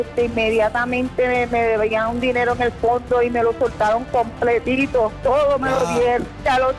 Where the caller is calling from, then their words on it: Ponce, Puerto Rico; Soy de Ponce